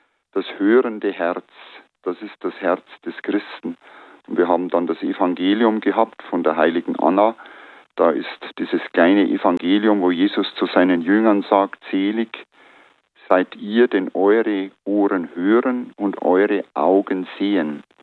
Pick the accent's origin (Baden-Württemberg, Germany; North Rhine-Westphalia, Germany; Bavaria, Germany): Bavaria, Germany; Bei uns in der Oberpfalz, in der Diözese Regensburg